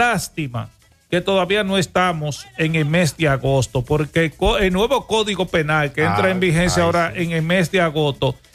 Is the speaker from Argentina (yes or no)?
no; Dominican Republic